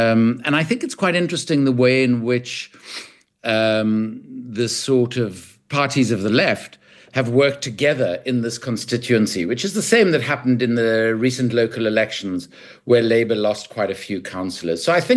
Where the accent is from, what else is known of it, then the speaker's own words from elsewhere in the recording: South Africa; moved away; as I was growing up in South Africa